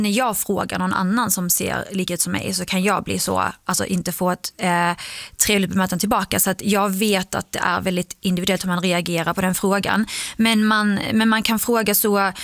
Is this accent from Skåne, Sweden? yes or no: yes; Skåne, Sweden; also born or lived in Iraq; Alltså, jag känner ju mer att jag är från Skåne. Alltså, Skåne har ju format mig mer än vad Irak har format mig.